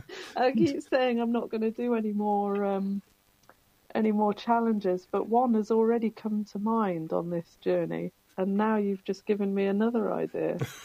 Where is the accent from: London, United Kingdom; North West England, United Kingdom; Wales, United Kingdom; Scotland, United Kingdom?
Wales, United Kingdom; Newtown; my hometown of Newtown